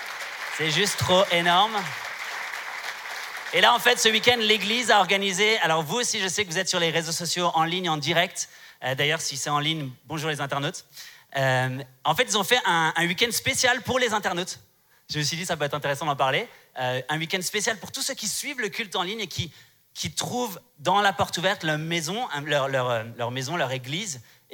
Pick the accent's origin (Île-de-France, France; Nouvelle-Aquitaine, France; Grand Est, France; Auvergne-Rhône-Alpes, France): Grand Est, France; Strasbourg; Je viens de Strasbourg, je vous l'ai dit hier